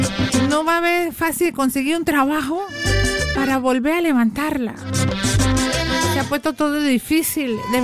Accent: Panama; Uno los entiende como panameño

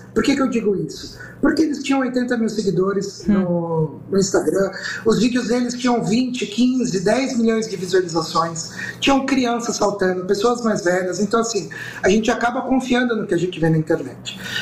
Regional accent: São Paulo, Brazil; Eu sou do litoral, aqui da Baixada.

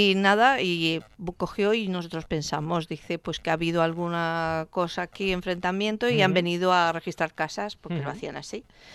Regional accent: Spain; además es que yo como española también yo sé que este dinero viene de los impuestos de los españoles

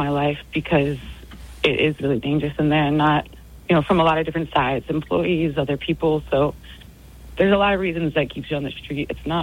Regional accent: New Orleans, Louisiana, United States; Well, I'm from New Orleans, so I will say housing is a lot cheaper here

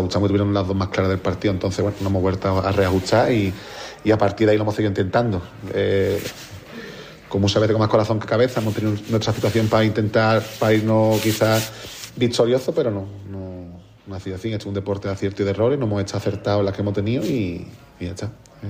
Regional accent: Jerez de la Frontera, Andalusia, Spain; me he sentido querido aquí en mi club, en mi tierra, y nada, me jode no haber podido, bueno, seguir a la eliminatoria e intentar ascender con el club de mi ciudad

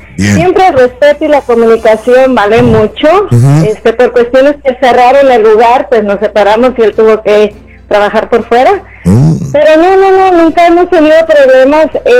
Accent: Michoacán, Mexico; que somos de Michoacán los dos.

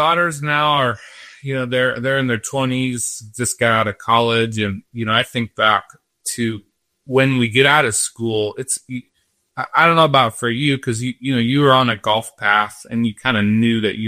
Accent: St. Louis, Missouri, United States; moved away as an adult; I grew up in St. Louis and spent the first 42 years of my life.

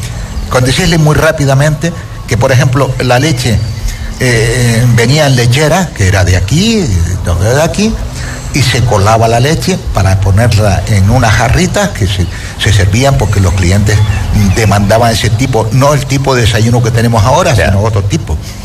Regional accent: Canary Islands, Spain; born there; Pero, hombre, yo soy nacido en Gran Canaria. ¿No? Pero cuando he venido aquí al sur hace 45 años

